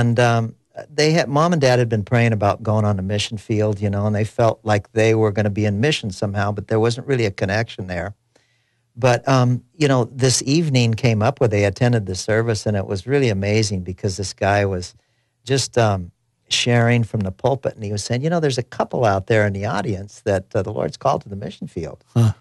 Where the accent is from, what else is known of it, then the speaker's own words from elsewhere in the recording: Seattle, Washington, United States; we're originally from Seattle, Washington, mm-hmm. and I was born in Seattle, and my parents, you know, were just a regular American family up there in the Pacific Northwest.